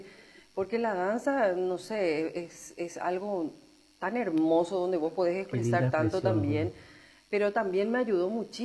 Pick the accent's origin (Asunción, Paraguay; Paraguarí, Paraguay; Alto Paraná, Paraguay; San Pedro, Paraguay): Asunción, Paraguay; born there; Yo nací en Asunción, de padres del interior. Mi papá es de Coronel Martínez, en el departamento del Guairá, y mi mamá es de Ipacaraí, malcriada en San Lorenzo. Y yo nací en Asunción.